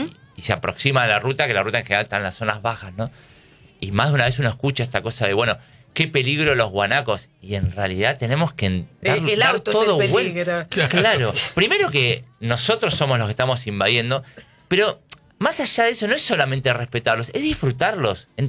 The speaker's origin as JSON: {"language": "Spanish", "region": "Buenos Aires", "country": "Argentina", "tie": "born or raised there", "said": "O bueno, yo me crié en Buenos Aires y el otoño llegaba el 21 de marzo."}